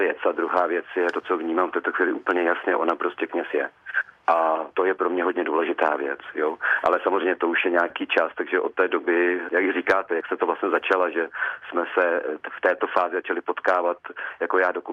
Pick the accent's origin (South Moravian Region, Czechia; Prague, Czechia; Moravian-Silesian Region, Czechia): South Moravian Region, Czechia; Brno; A já samozřejmě, protože jsem rodilý Brňák, tak jako jinou test je, má jako jasné brněnské kořeny, tak já jsem se s tím setkával už od svého mládí.